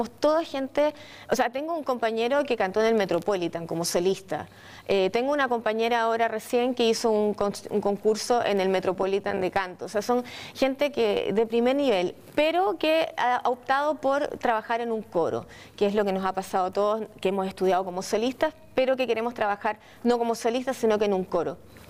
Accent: Chile; Soy muy espontánea aquí, que a la gente le gusta mucho. Muy flexible, como buena chilena, así de flexibilidad.

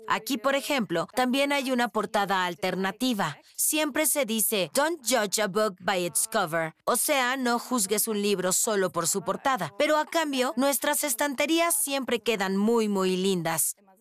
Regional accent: Wetzlar, Hesse, Germany; yo me quedaba en mi pueblito de Wetzlar durante las vacaciones de verano.

